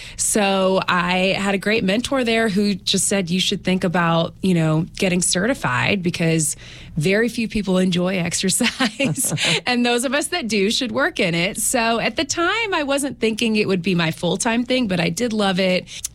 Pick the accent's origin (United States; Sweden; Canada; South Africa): United States; Marion, Virginia; I'm from Marion, born and raised.